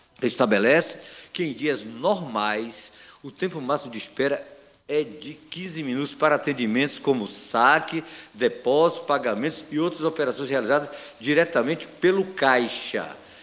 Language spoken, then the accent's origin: Portuguese; Bahia, Brazil; que eu sou de Jacuípe